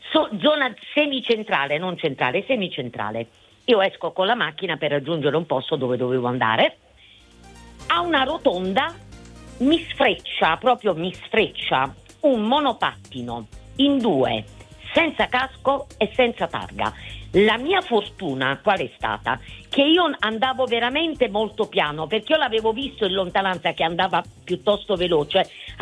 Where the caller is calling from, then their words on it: Foggia, Apulia, Italy; Io chiamo da Foggia